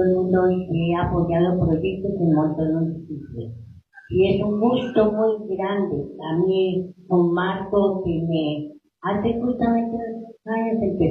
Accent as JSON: {"language": "Spanish", "country": "Colombia", "tie": "born or raised there", "also_born_or_lived": "Ecuador", "said": "yo soy ecuatoriana colombiana, nacida y estudiada en Colombia, y he tenido una trayectoria muy larga en el teatro de títeres, estudié diseño y teatro en Colombia"}